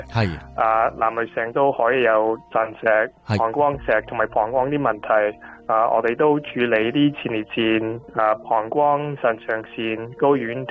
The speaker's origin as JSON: {"language": "Cantonese", "town": "Markham", "region": "Ontario", "country": "Canada", "tie": "born or raised there", "said": "我喺加拿大出世，同埋。呢度大，不过爹哋妈咪香港翻嚟，所以我平时系讲英文嘅，不过都识得讲啲中文"}